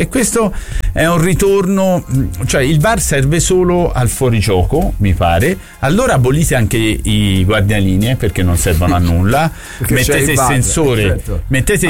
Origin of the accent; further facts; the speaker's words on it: Florence, Tuscany, Italy; noi festeggiamo perché siamo della Fiorentina, siamo fiorentini per la Fiorentina